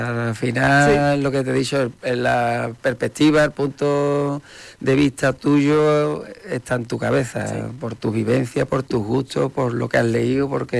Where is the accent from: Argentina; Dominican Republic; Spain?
Spain; Morón; que es verdad que soy de Morón y lo alabo mucho